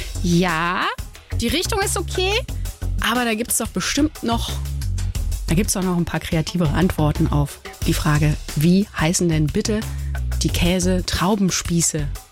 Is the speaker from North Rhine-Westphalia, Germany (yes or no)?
yes; Cologne, North Rhine-Westphalia, Germany; Und Andreas, also ich komme aus Köln, ich check jetzt noch nicht, also ist Dortmund so spießig?